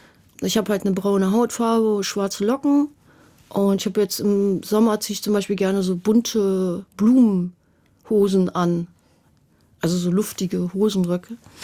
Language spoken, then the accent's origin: German; Letmathe, North Rhine-Westphalia, Germany; also born or lived in Tarp; now in Neubrandenburg, Germany; Aber wie ich mich als Jugendlicher in Letmathe, Tarp und jetzt, wie gesagt, Neubrandenburg fühle, darüber habe ich selten was gelesen.